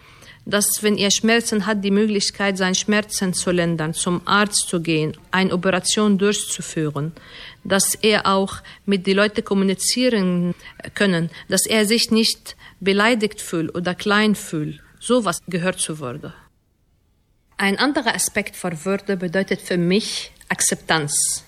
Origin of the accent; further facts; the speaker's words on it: Egypt; German is a second language; now in Germany; ich komme aus Ägypten